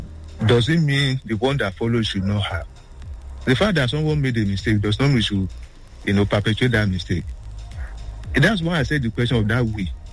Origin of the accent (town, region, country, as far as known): Nigeria